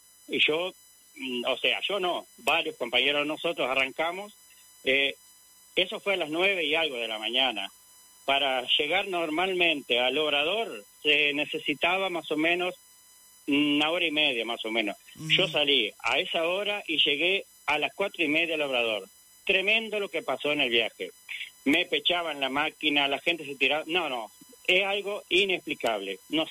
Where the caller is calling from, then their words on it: Río Branco, Cerro Largo, Uruguay; soy de Río Branco.